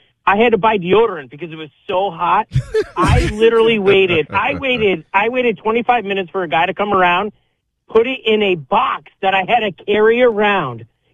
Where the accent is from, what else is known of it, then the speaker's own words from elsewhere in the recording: Albany, New York, United States; I'm from upstate New York. I'm from Albany.